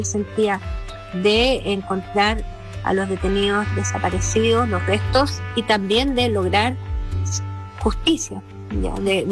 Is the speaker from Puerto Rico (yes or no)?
no; Chile; de las que nosotros también como chilenos nos fuimos enterando